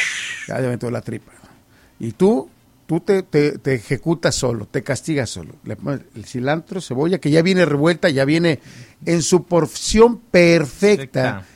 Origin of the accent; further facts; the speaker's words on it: Guanajuato, Mexico; born there; moved away; de noche casi yo no iba de mi pueblo a Salvatierra, Guanajuato